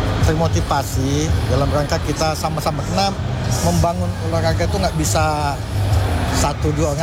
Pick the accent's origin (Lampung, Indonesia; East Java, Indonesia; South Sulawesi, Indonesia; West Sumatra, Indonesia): Lampung, Indonesia; saya kebetulan asal dari Lampung